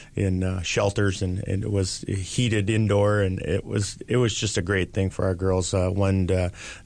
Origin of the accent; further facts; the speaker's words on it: Little Falls, Minnesota, United States; I'm from Little Falls